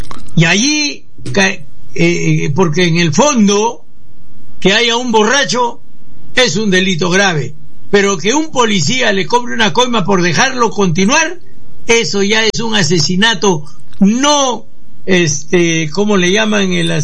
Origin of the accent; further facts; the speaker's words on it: Peru; yo deseo, de verdad, de todo corazón, como los peruanos, de buenos sentimientos, tener una policía en la que yo me quite el sombrero.